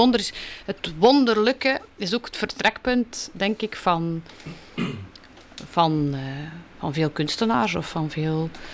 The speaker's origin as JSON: {"language": "Dutch", "town": "Moorsele", "region": "Flanders", "country": "Belgium", "tie": "born there", "said": "En dan heb ik er nog één in Moorsele, in mijn geboortedorp, 20 juni."}